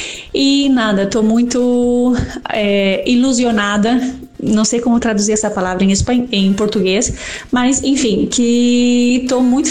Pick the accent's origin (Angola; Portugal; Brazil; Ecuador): Brazil; Chapecó, Santa Catarina; estou muito feliz com essa volta para Chapecó, com a volta para minha terra